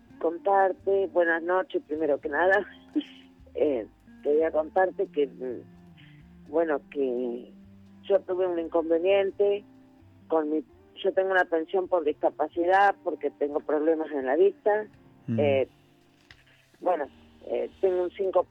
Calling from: Mar del Plata, Buenos Aires Province, Argentina; de Mar del Plata.

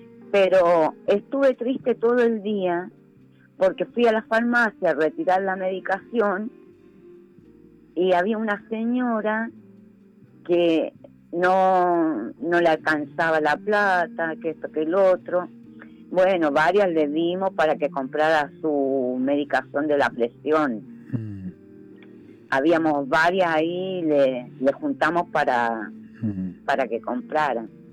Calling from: Buenos Aires, Argentina; de Caballito.

